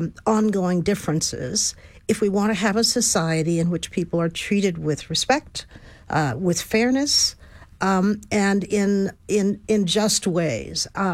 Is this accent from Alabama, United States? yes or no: no; Houston, Texas, United States; I was born right here in Texas and grew up in Fifth Ward, and that was a world apart from the rest of the city.